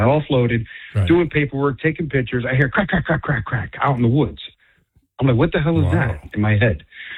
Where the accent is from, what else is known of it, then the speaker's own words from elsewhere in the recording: Newark, New Jersey, United States; born there; I'm a city guy. I was born in Newark.